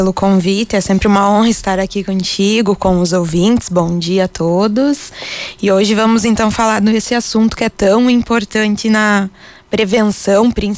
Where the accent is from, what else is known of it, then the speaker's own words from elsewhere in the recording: Ijuí, Rio Grande do Sul, Brazil; moved away as an adult; also born or lived in Mogi das Cruzes / São Paulo; now in Encantado, Brazil; Eu sou natural então de Juí, lá na região noroeste do estado. Eu tô residindo aqui em Encantado já tem 4 anos, me apaixonei por essa cidade.